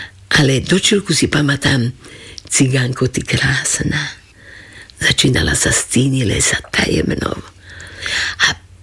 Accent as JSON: {"language": "Slovak", "town": "Radošina", "region": "Nitra Region", "country": "Slovakia", "tie": "born or raised there", "said": "Ja som nebola obyčajná, naša Radošina nebola obyčajná dedina."}